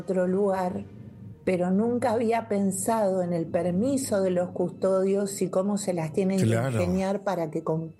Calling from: Lomas de Zamora, Buenos Aires Province, Argentina; de Lomas.

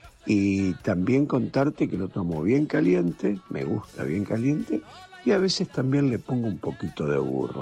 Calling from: Recreo, Santa Fe, Argentina; desde Montevera, desde Recreo Sur, provincia de Santa Fe, desde Radio Patria.

